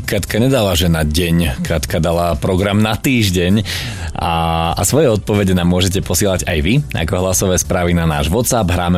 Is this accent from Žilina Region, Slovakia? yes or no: no; Banská Bystrica, Banská Bystrica Region, Slovakia; ako Banskobystričania máme pri tomto zadaní veľmi veľa možností